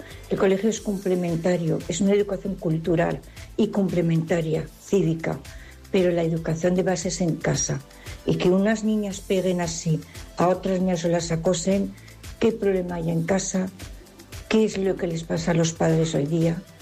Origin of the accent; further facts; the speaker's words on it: Zaragoza, Aragon, Spain; Buenos días … de Zaragoza.